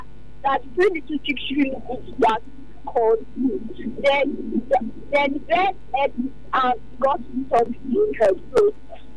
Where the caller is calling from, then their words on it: Lagos, Nigeria; I'm calling from Tumuru, Lagos.